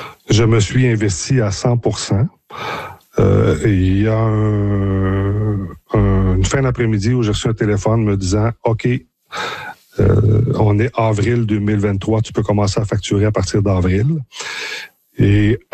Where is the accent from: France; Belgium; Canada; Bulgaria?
Canada; Saint-Léon-le-Grand, Quebec; Je m'étais construit la maison de rêve pour chez nous à Saint-Léon-le-Grand pour vieillir ici parce que c'était mon but dans la vie de vieillir chez nous.